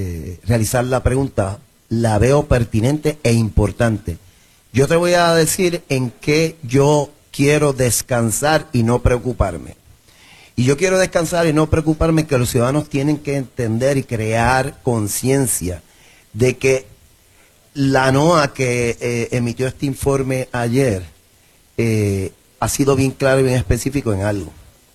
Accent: Bayamón, Puerto Rico; Yo soy de Bayamón, estoy aquí en mi casa

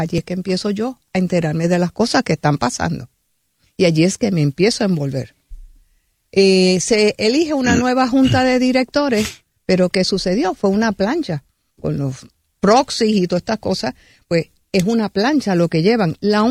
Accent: Yauco, Puerto Rico; moved away; Yo vengo de Yauco, en donde todos los problemas se resuelven en poco tiempo.

